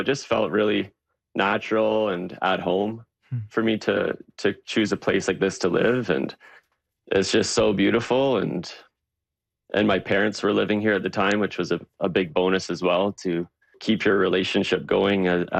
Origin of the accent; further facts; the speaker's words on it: Flesherton, Ontario, Canada; also born or lived in Ottawa; I grew up on a 100-acre farm just outside of Flesherton, Ontario. For high school, my family moved to Ottawa.